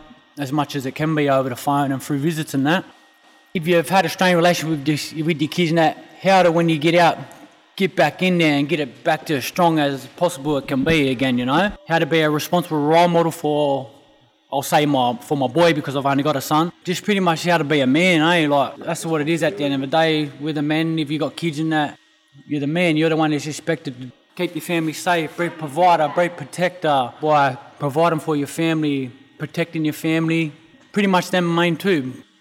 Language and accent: English; Mount Druitt, New South Wales, Australia; born or raised there